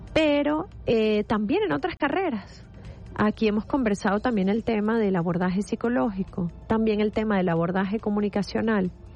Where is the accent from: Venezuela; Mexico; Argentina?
Venezuela